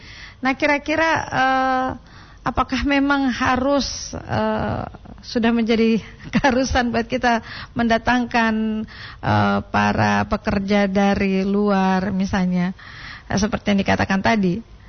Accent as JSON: {"language": "Indonesian", "region": "Gorontalo", "country": "Indonesia", "said": "kata Pak Kingdom bahwa kita orang Gorontalo SDM-nya mestinya disesuaikan juga dengan apa yang ada di kita ini."}